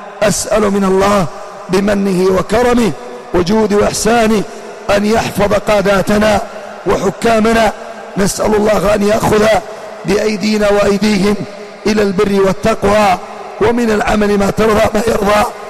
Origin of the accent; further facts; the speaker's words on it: Yemen; في بلادنا اليمن